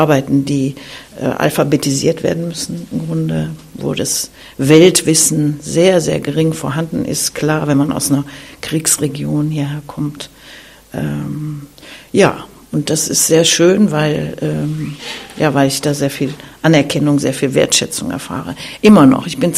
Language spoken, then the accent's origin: German; Neuss, North Rhine-Westphalia, Germany; moved away as an adult; also born or lived in Bielefeld; now in Dresden, Germany; Bin seit einem Vierteljahrhundert schon in Dresden, lebe in Dresden, wohne in Dresden, komme ursprünglich aus dem Rheinland, bin Rheinländerin, bin in Neuss aufgewachsen. Ich bin Rentnerin inzwischen schon, also ganz vor kurzem 68 Jahre alt geworden